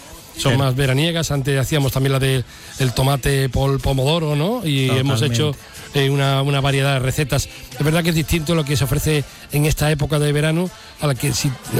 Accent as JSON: {"language": "Spanish", "area": "Huelva", "region": "Andalusia", "country": "Spain", "said": "somos españoles, onubenses, somos serranos"}